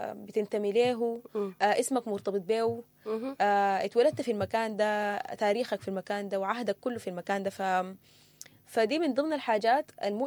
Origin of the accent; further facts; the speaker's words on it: Sudan; احنا كلنا كسودانيين